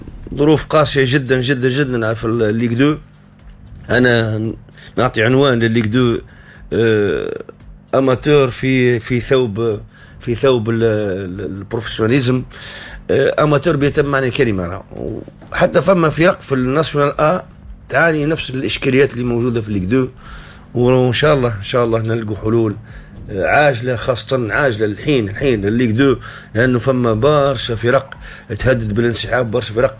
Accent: Metlaoui, Gafsa Governorate, Tunisia; born there; أنا ولدت في المتلوي لكن ولد قرقنا، يعني أصلي قرقني، الوالد بتاعي قرقني

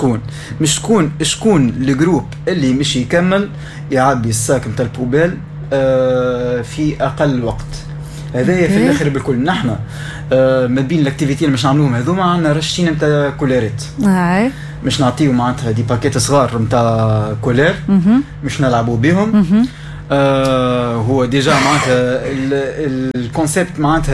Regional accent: Sousse Governorate, Tunisia; الشواطئ عندنا في سوسه

